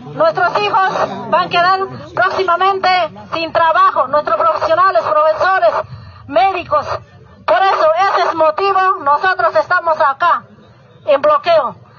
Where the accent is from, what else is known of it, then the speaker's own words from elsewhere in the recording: San Julián, Santa Cruz, Bolivia; Somos de San Julián todos.